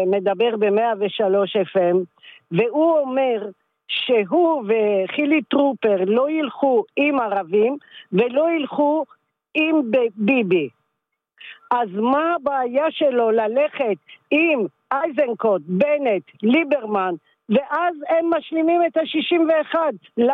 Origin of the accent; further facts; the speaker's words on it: Tel Aviv, Tel Aviv District, Israel; בתל אביב.